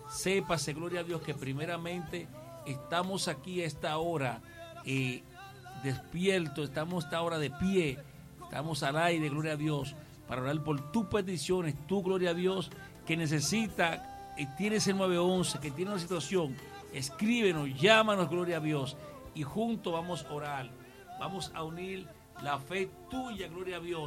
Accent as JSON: {"language": "Spanish", "country": "Dominican Republic", "said": "los dominicanos decimos"}